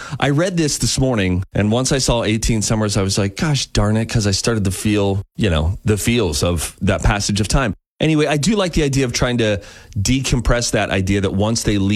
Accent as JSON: {"language": "English", "region": "Pennsylvania", "country": "United States", "tie": "born or raised there", "also_born_or_lived": "California", "moved": "as an adult", "said": "I grew up in Pennsylvania until I got a wild hair to consider California for college."}